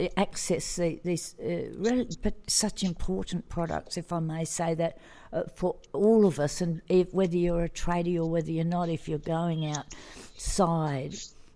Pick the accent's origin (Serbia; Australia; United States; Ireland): Australia; We're Australian, so of course we're all outside.